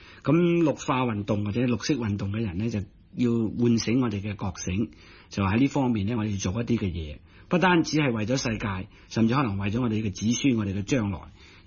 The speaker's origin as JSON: {"language": "Cantonese", "country": "China", "said": "咁或者我哋由我哋中国人讲起先啦"}